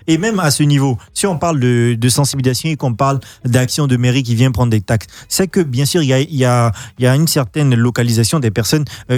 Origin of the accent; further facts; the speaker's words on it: Côte d’Ivoire; en tant qu'Ivoirien sensibilisé, en tant qu'Ivoirien émergent